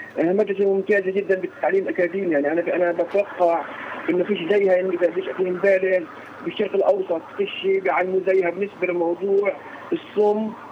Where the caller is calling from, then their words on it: Hebron, West Bank, Palestine; من الخليل